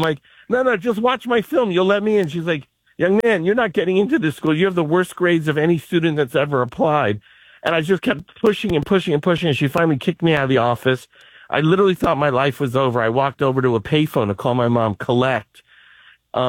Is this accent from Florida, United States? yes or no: yes; Miami Beach, Florida, United States; I grew up in Miami Beach. I lived in one house with my mom.